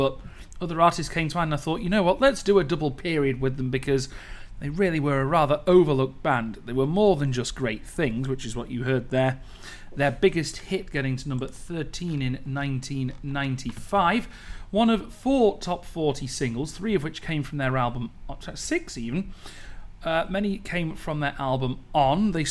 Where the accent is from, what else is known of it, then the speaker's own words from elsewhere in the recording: Stretford, North West England, United Kingdom; You do my hometown Stretford badly.